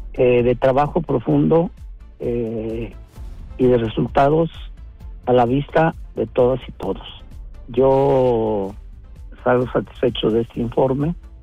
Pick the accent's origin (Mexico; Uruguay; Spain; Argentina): Mexico; no solo yo como mexicano